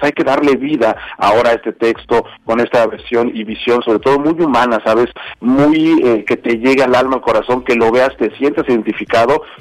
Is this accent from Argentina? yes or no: no; Mexico; porque nosotros como mexicanos, tú lo sabes, hay una desgracia y a los 5 minutos ya sacamos un chiste